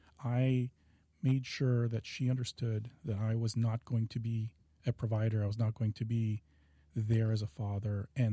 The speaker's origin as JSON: {"language": "English", "town": "Seattle", "region": "Washington", "country": "United States", "tie": "born or raised there", "said": "I grew up in Seattle in pretty normal childhood."}